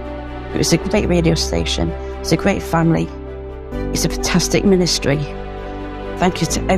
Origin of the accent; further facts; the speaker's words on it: Yorkshire and the Humber, United Kingdom; from Yorkshire.